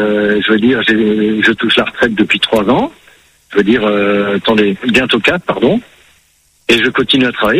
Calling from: Belgium; Je suis, à l'heure actuelle, je vis en Belgique. J'ai une petite maison dans le centre de la France.

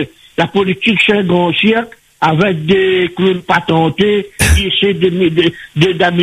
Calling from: Réunion; Moi, en tant que Réunionnais qui a combattu, qui a bataillé pendant 50 ans à la Réunion

